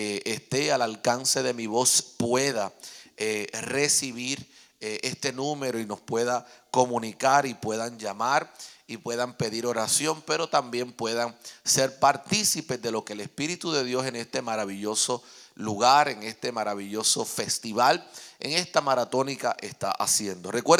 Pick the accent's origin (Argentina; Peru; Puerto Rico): Puerto Rico; now in Panama; en mi país, Puerto Rico, la Isla del Encanto y también la Isla del Cordero.